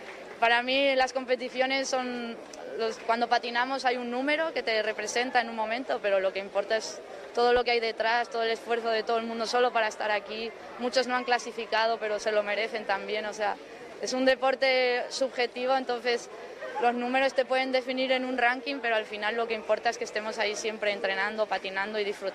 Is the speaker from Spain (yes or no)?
yes; Spain; somos de España, somos tres, Carla, Enerich y yo